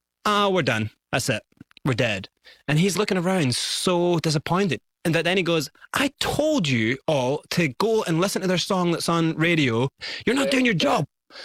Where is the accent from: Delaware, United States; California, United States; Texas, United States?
California, United States; Hemet; I'm from Hemet and met him in Huntington and we started from there.